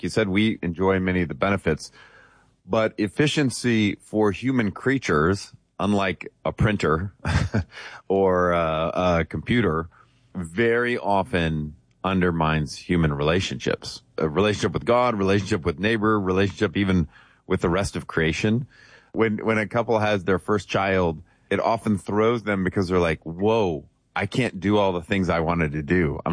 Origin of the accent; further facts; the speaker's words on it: United States; I'm an American through and through, and there's wonderful parts of that and some really negative parts.